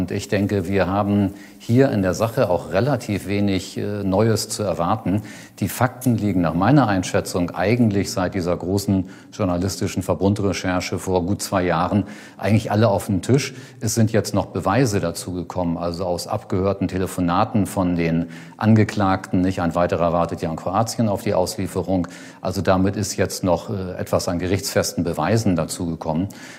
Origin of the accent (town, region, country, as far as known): Germany